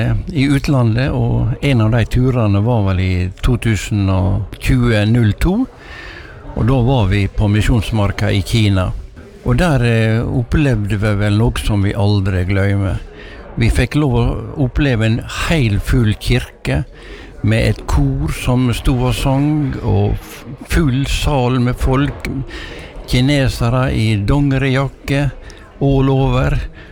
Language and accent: Norwegian; Sykkylven, Møre og Romsdal, Norway; Jeg er fra Sykkylven